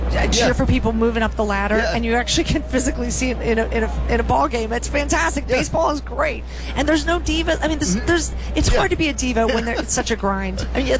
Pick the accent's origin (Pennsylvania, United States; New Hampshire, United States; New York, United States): Pennsylvania, United States; Philadelphia; I grew up in Philly